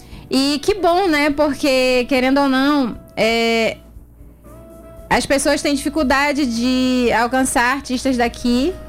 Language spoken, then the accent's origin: Portuguese; North Region, Brazil; com as transformações que a gente passa, né, no nosso cotidiano enquanto nortista.